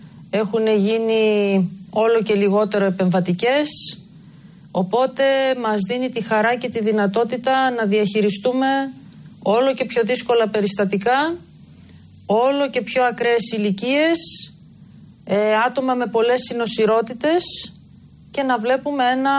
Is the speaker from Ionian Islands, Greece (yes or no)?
no; Thessaloniki, Central Macedonia, Greece; also born or lived in Rhodes / Kosovo / Alexandroupoli; Γεννήθηκα στη Θεσσαλονίκη το 1984.